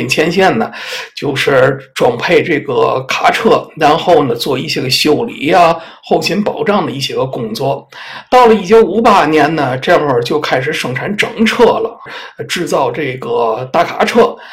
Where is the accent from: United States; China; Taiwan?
China; Tianjin